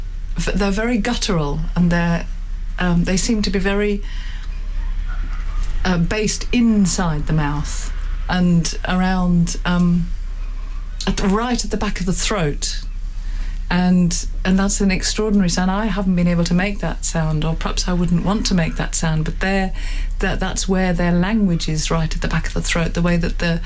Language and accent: English; Wales, United Kingdom; first language Welsh; English is a second language; the having the Welsh in there was another layer that we could put in, because of my being... that be my mother tongue.